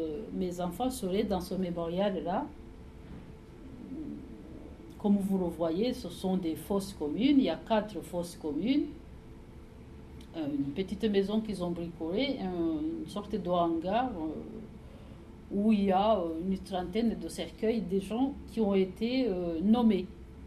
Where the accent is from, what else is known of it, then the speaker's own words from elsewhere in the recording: Rwanda; moved away; Le mémorial est de chez moi, à Détroit commune. Quand je suis retournée au Rwanda